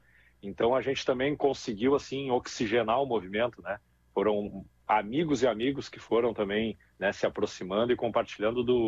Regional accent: Santo Antônio da Patrulha, Rio Grande do Sul, Brazil; now in Norway; Eu sou de Santo Antônio da Patrulha, aí pertinho, terra da rapadura, né?

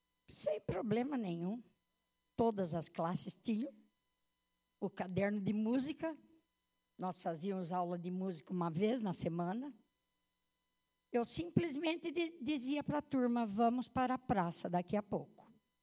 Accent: Dois Córregos, São Paulo, Brazil; eu sou natural de Dois Córregos, né?

